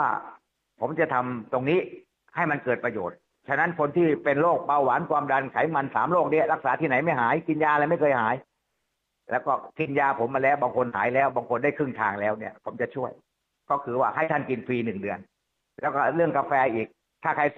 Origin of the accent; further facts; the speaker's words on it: Phetchaburi, Thailand; born there; ผมเป็นคนเพชรบุรีโดยกำเนิดครับ